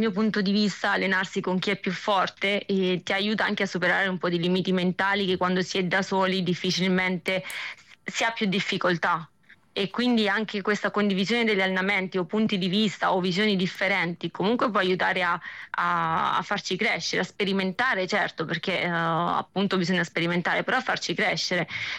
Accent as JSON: {"language": "Italian", "town": "Ostia", "region": "Lazio", "country": "Italy", "said": "E l'Italia, io sono di Ostia"}